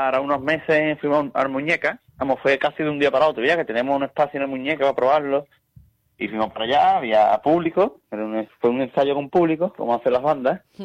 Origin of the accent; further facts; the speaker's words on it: Alcalá de Guadaíra, Andalusia, Spain; yo soy de Alcalá.